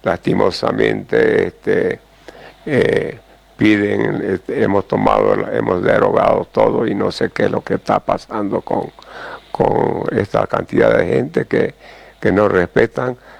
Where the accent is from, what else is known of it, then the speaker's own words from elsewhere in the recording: Santa Cruz de la Sierra, Santa Cruz, Bolivia; Yo le dije que soy de Santa Cruz y que quería viajar, tengo problemas allá.